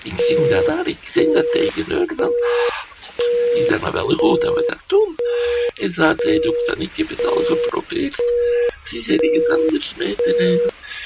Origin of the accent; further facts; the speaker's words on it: Belgium; Allee, als Belg moet je maar geen slechte frietjes serveren, hè.